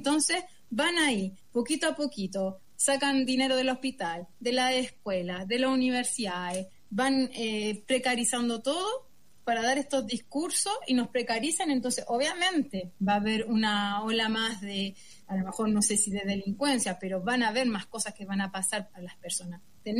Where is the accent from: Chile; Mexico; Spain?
Chile; now in France; soy chilena y sigo las noticias chilenas